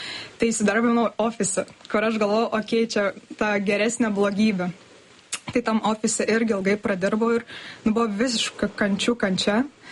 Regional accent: Kaunas, Kaunas County, Lithuania; now in Vilnius, Lithuania

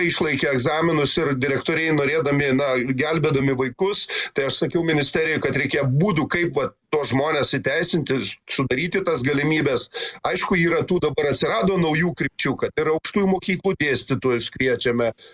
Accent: Kaunas, Kaunas County, Lithuania; Ne, ne, Kaune mes, aš kaunietis

